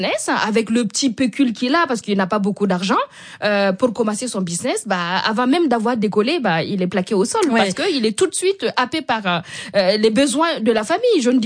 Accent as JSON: {"language": "French", "country": "Burkina Faso", "said": "notamment chez moi au Burkina, ils ont fait des bons"}